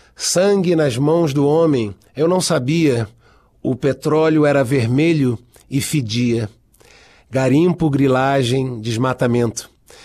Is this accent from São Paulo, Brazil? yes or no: no; Rio de Janeiro, Brazil; born there; Porque eu nasci no Rio de Janeiro.